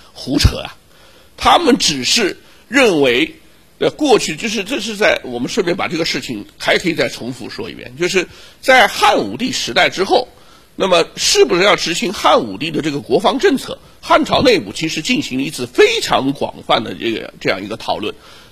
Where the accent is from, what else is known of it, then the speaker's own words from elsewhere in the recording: China; 我们中国人